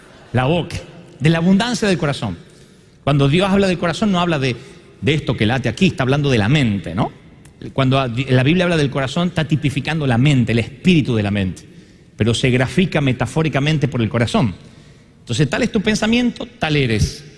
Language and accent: Spanish; Argentina; Sé que soy lindo como todo argentino. Sé que no aparento la edad que tengo y todos me dan 20 y tantos.